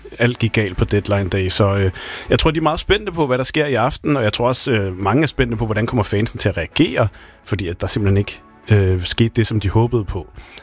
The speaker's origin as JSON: {"language": "Danish", "region": "Central Denmark Region", "country": "Denmark", "said": "Så jeg vil ikke være så bekymret som midtjyde"}